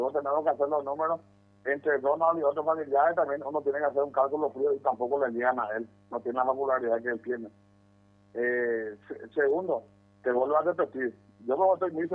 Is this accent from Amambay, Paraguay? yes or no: yes; Pedro Juan Caballero, Amambay, Paraguay; soy nacido y criado aquí en Pedro Juan Gallo